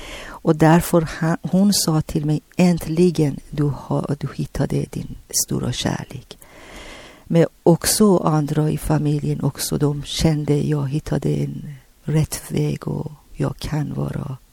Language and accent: Swedish; Tehran, Tehran Province, Iran; Swedish is a second language; now in Sweden; För mig först och främst när jag kom från Teheran kyrkan direkt jag gick på i Vårgård och Pingstkyrkan.